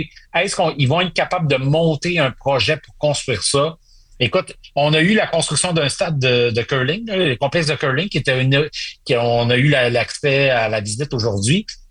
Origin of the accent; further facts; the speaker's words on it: Saguenay, Quebec, Canada; Parce que, moi, j'ai grandi au Saguenay.